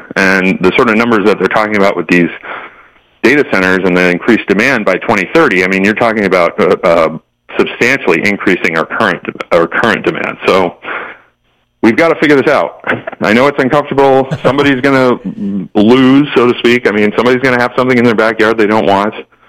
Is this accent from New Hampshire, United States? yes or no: yes; New Hampshire, United States; well, I am from New Hampshire.